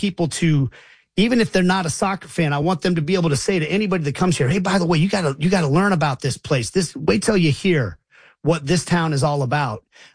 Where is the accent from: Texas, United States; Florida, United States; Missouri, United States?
Missouri, United States; Kansas City; And I want people from Kansas City to at the end of this World Cup say, man, that was a ride. That was fun. And I'm glad I got to see the world come to my hometown.